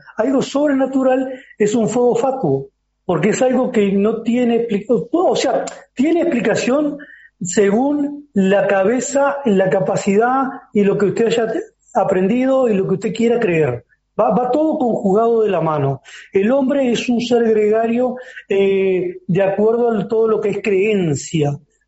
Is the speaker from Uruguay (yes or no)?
yes; Uruguay; now in Paraguay